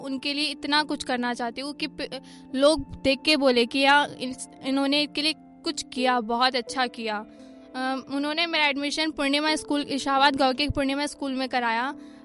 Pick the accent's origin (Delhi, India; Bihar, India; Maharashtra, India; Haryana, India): Delhi, India; born there; शाहबाद गांव में रहने वाली, दिल्ली में। मेरा जन्म दिल्ली में हुआ।